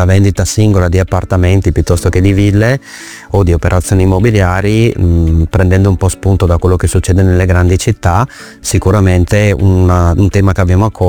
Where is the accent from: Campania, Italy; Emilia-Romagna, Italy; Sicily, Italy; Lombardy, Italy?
Lombardy, Italy; Brescia; now in Verona, Italy; sono bresciano